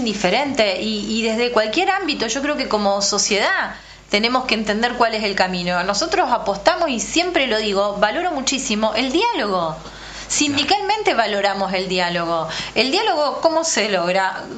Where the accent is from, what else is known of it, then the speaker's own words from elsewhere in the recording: Argentina; la identidad que nosotros tenemos como argentinos, como ciudadanos, como trabajadores.